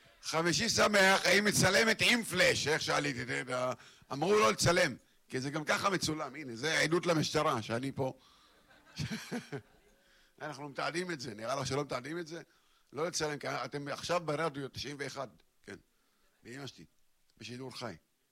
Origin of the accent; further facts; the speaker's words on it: Deir al-Asad, Northern District, Israel; אני גדלתי בכפר דיר אל-אסד